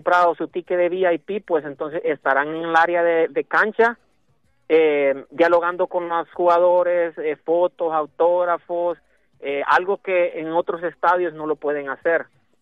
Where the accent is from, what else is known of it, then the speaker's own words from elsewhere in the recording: Honduras; now in Boston, United States; soy hondureño